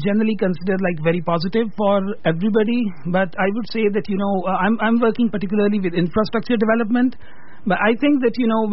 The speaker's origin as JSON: {"language": "English", "region": "Punjab", "country": "Pakistan", "said": "I come from Punjab, which is like Pakistan proper, and it is also kind of exposed to the state narratives."}